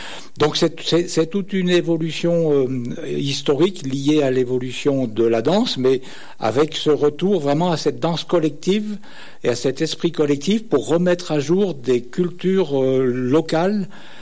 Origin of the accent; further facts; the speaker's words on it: Auvergne-Rhône-Alpes, France; chez nous, en Dauphiné